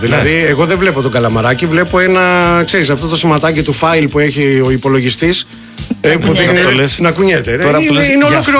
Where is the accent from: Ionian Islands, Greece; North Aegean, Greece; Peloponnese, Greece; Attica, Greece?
Peloponnese, Greece; Molaoi; Guilty as charged που λένε και στο χωριό μου στου Μολάου.